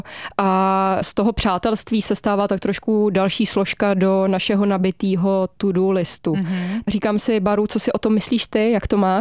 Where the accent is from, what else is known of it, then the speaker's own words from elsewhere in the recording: Aš, Karlovy Vary Region, Czechia; Tak já z Aše, ano.